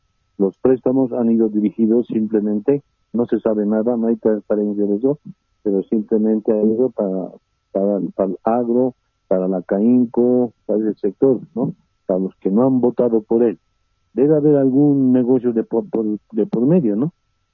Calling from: El Alto, La Paz, Bolivia; de la ciudad del Alto.

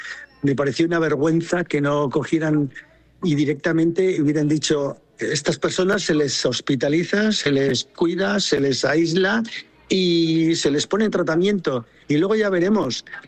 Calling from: Navarre, Spain; aquí en Navarra

